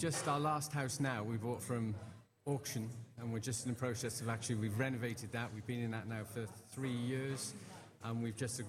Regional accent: Cardiff, Wales, United Kingdom; moved away as an adult; now in Mallorca, Spain; I'm from Cardiff, Wales.

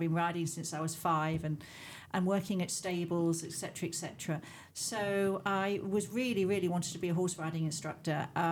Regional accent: Essex, East of England, United Kingdom; moved away; I'm an Essex girl.

